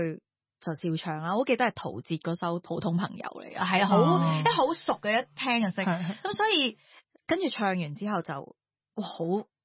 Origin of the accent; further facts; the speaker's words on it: Canada; now in Hong Kong; 其实我细个喺加拿大嘅时候系歌唱比赛出身啦，然之后已经喺本地嘅一啲电视台做主持。